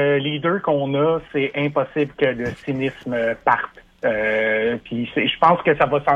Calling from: Montreal, Quebec, Canada; Ben, moi, je vous suis de Montréal.

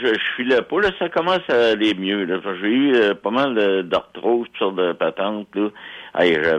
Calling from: Lévis, Quebec, Canada; on est dans la ville, là, tu sais, je suis à Lauzon

